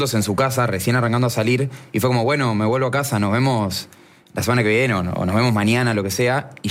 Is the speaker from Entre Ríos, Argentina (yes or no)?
no; Buenos Aires, Argentina; somos los dos de Caballito y colegios vecinos.